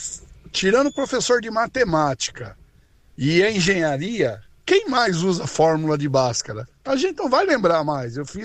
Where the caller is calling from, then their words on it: Suzano, São Paulo, Brazil; eu sou aqui de Suzano.